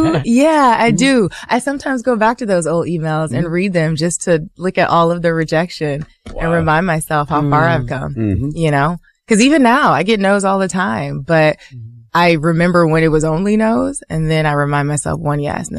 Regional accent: Toledo, Ohio, United States; born or raised there

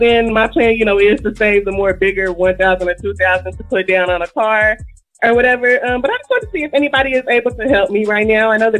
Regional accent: Houston, Texas, United States; I'm from Houston, Texas, period.

